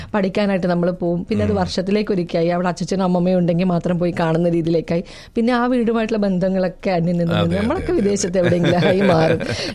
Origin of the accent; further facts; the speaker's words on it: Kerala, India; ഞാനൊരു മലബാറുകാരിയാണ്